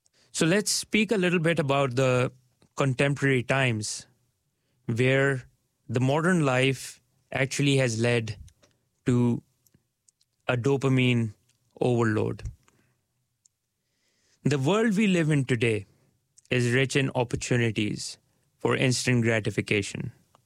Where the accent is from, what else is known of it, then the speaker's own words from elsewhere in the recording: Karachi, Sindh, Pakistan; now in Dunedin, New Zealand; Growing up in Pakistan and later moving to Aotearoa, New Zealand, I saw how environment shapes habits. My parents' home in Karachi had a courtyard where neighbors gathered every evening for tea and conversation.